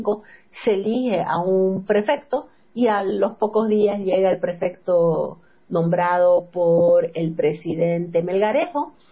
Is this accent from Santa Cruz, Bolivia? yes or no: yes; Santa Cruz, Bolivia; los cruceños solo pensamos en mirarnos el ombligo